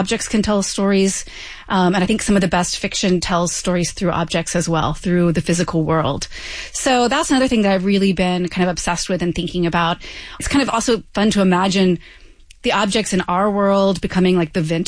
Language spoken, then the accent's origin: English; Abilene, Texas, United States; also born or lived in Houston; now in Austin, United States; I grew up in Abilene.